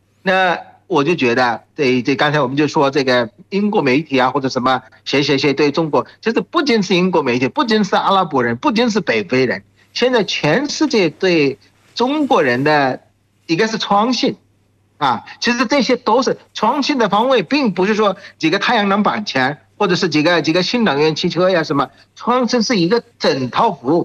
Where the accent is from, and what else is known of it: Bangladesh; Chinese is a second language; now in China